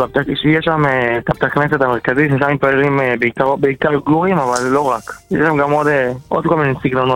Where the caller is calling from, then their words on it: Bnei Brak, Tel Aviv District, Israel; אני מבני ברק